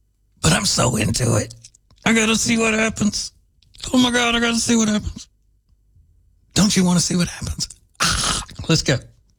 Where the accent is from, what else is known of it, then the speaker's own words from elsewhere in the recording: Winfield, Louisiana, United States; my hometown of Winfield, Louisiana